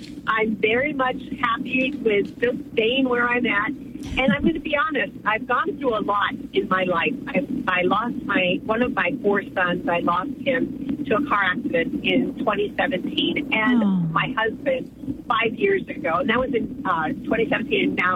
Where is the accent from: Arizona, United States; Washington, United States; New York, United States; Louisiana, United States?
Arizona, United States; Tucson; born and raised in Tucson, Arizona